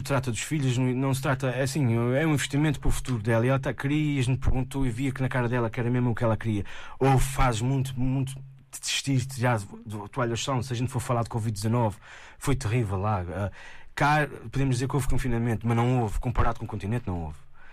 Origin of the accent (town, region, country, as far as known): Azores, Portugal